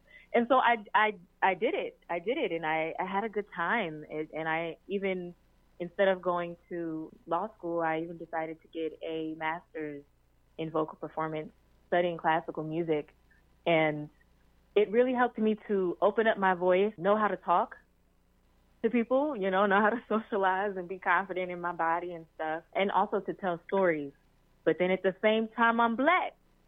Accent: High Point, North Carolina, United States; like you said, and I am from High Point. I am from High Point, but my family and I are actually transplants.

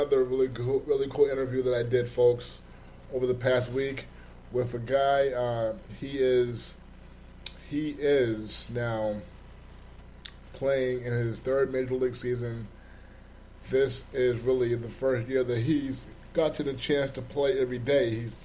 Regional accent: Georgia, United States; Okay, so now, growing up in Georgia, man, I met a lot of Black ball players from Georgia.

